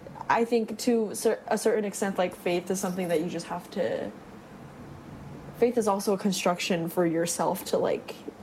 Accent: Orange County, California, United States; I'm from Orange County

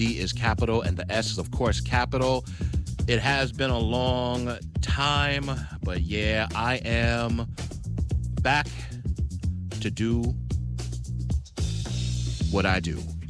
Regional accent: New York City, New York, United States; Growing up in Flatbush, Church Avenue, Beverly Road, that whole area

